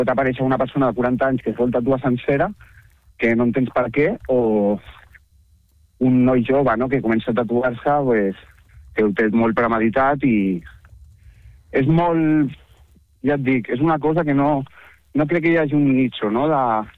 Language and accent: Catalan; Barcelona, Catalonia, Spain; jo soc de Barcelona, a Barcelona, doncs el panot de Barcelona és un tatuatge super recurrent